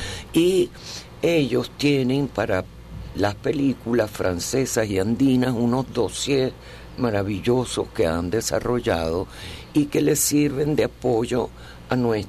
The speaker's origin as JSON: {"language": "Spanish", "country": "Venezuela", "tie": "born or raised there", "said": "yo sentía en mi juventud, en mi adolescencia, que estando en Venezuela y siendo mujer, la belleza no era una virtud, era una obligación."}